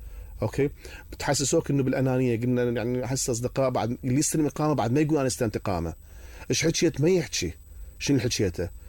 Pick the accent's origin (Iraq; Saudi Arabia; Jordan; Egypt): Iraq; now in Sweden; انا اطفالي نولدوا بالسويد